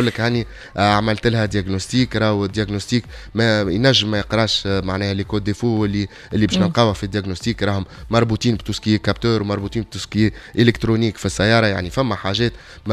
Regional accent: Tunisia; عندنا في تونس

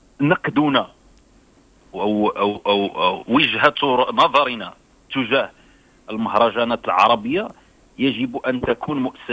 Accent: Morocco; عندنا في المغرب

